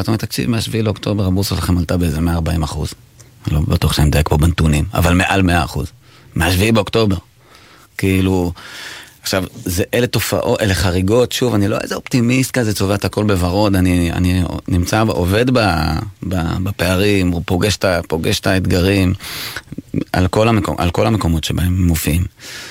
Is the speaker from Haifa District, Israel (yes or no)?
no; Tel Aviv, Tel Aviv District, Israel; born there; moved away; also born or lived in Samaria / Hebron Hills; אני גדלתי ברמת אביב. נולדתי ברמת אביב, אבא שלי היה איש צבא, אדם לא דתי דרך אגב. משם עברנו לשומרון, וזה הלך והידרדר, הגעתי להר חברון בסופו של דבר.